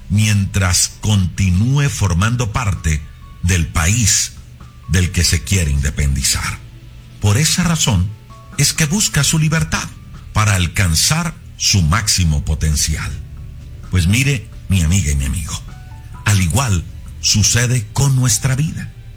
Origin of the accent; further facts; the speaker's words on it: Colombia; Hoy celebramos en Colombia nuestra fiesta de independencia.